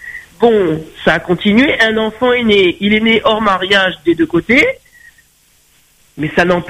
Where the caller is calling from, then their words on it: West of Réunion, Réunion; je viens de l'Ouest